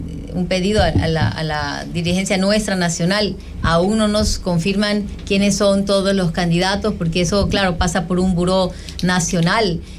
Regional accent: Chone, Manabí, Ecuador; en Chone, en mi tierra.

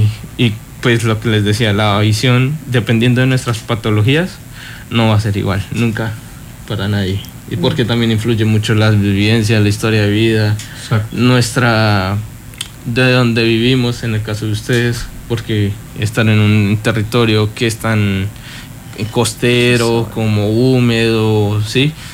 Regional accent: Colombia; moved away

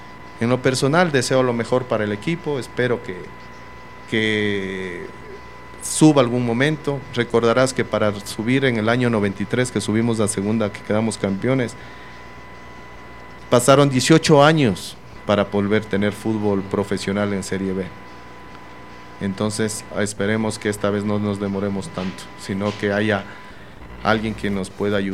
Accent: Riobamba, Chimborazo, Ecuador; como somos de Riobamba

